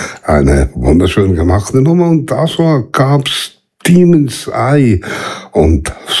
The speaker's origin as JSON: {"language": "German", "country": "Switzerland", "said": "ich komme ja schließlich auch aus der Schweiz."}